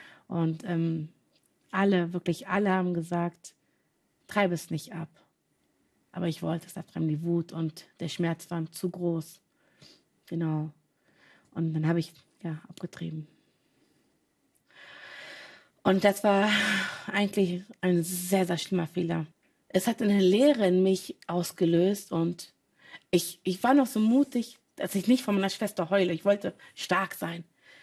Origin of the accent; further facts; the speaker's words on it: Germany; ich bin ja sehr westlich aufgewachsen. Ich bin da in Deutschland aufgewachsen.